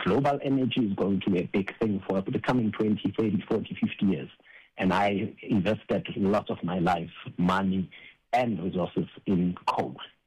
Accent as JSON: {"language": "English", "country": "South Africa", "tie": "born or raised there", "said": "I come from Guatemala. I was raised in Guatemala, and I grew up in the streets of Guatemala"}